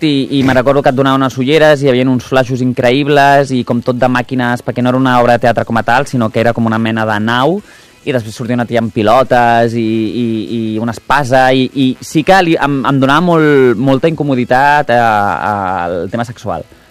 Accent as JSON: {"language": "Catalan", "town": "Barcelona", "region": "Catalonia", "country": "Spain", "tie": "born or raised there", "said": "Em vaig criar a Sant Gervasi, entre plaça Bonanova i plaça Kennedy."}